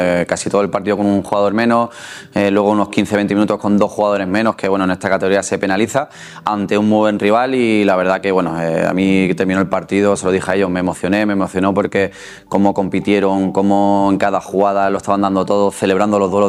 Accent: Barcelona, Catalonia, Spain; now in Seville, Spain; no soy de aquí, soy de Barcelona, pero como llevo mucho tiempo aquí es como si lo fuera, mi familia también está desde aquí de Sevilla

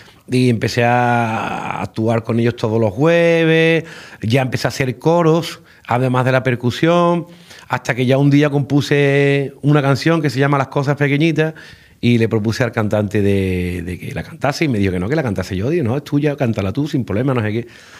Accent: El Viso del Alcor, Andalusia, Spain; Yo soy del Viso del Alcor

